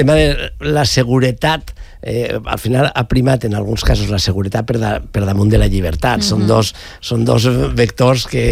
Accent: Alcoi, Valencian Community, Spain; jo soc d'Alcoi, com alguns més, i jo vaig tornar justament per al mig any. Jo vaig arribar a Alcoi i al mig any.

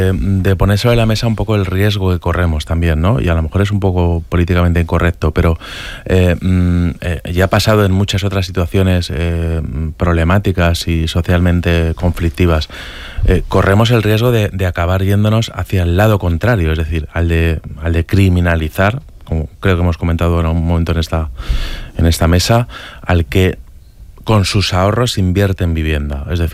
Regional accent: Valencian Community, Spain; Somos muy los españoles, yo creo, y los valencianos de irnos, ¿no?, hacia el otro extremo de la ley

